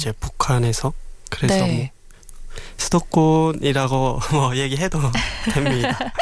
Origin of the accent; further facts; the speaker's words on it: South Pyongan, North Korea; 아, 제 고향은 평안남도입니다.